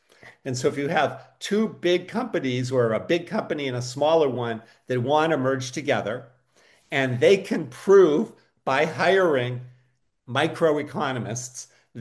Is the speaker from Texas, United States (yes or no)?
no; Massachusetts, United States; I'm from Massachusetts.